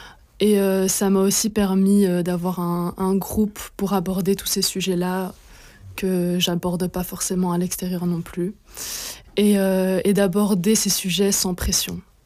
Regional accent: Belgium; born there; je suis née en Belgique, mais j'ai pas eu la nationalité belge dès le départ. Je suis la fille d'une mère colombienne et d'un père salvadorien.

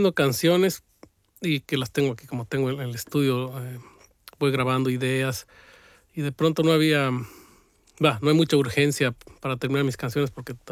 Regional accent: La Paz, Bolivia; moved away as an adult; Yo salí de Bolivia en 2007 a estudiar producción musical acá en Gante.

